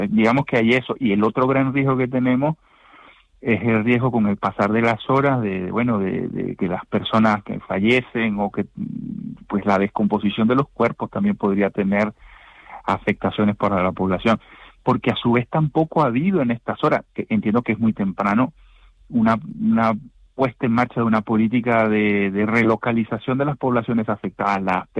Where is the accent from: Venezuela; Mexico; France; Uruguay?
Venezuela; moved away